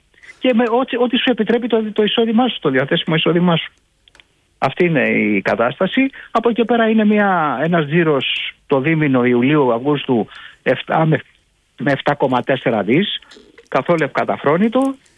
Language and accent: Greek; Greece